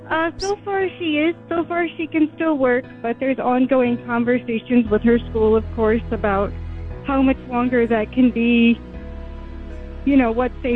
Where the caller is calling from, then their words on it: Indianapolis, Indiana, United States; I am from Indianapolis, Indiana.